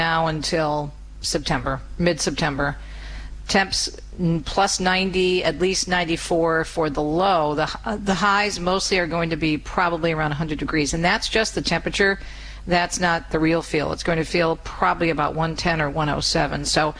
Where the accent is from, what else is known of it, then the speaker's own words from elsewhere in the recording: Michigan, United States; you're heading up to Mackinac Island or any of the northwestern places that are so gorgeous up in my home state.